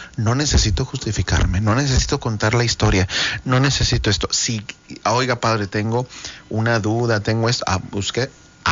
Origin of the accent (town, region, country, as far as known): Mexico